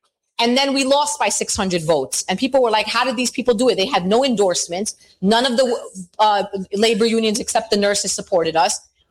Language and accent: English; New York, United States; I'm a New Yorker